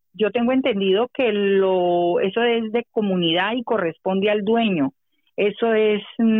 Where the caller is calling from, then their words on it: Madrid, Community of Madrid, Spain; de Puente Vallecas.